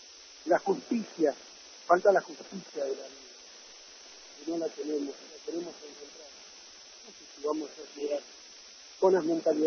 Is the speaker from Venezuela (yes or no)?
no; Argentina; born there; Nosotros somos totalmente argentinos, vamos a ser de por vida argentinos, porque nacimos en nuestra tierra, pero tenemos nuestra cultura